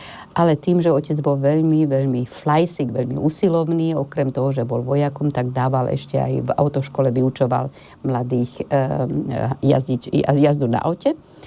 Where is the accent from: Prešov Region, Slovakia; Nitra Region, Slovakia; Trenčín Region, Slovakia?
Nitra Region, Slovakia; Komárno; born or raised there